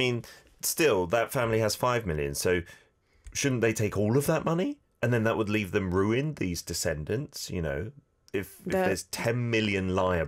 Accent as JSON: {"language": "English", "country": "United Kingdom", "said": "Are you going to take away half my assets? Because I'm British."}